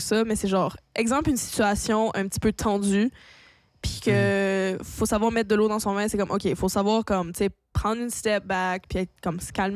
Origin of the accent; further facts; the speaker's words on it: Quebec, Canada; now in New Brunswick, Canada; Parce que je suis québécoise.